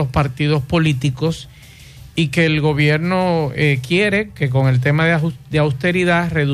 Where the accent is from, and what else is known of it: Dominican Republic